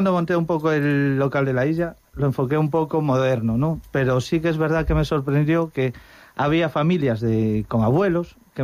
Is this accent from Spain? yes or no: yes; Lugo, Galicia, Spain; now in A Coruña, Spain; yo soy nativo de Lugo, ¿no?